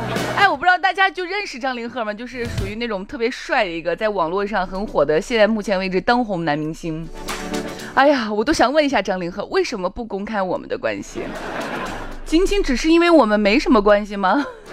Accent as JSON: {"language": "Chinese", "region": "Shaanxi", "country": "China", "said": "作为一个陕西人"}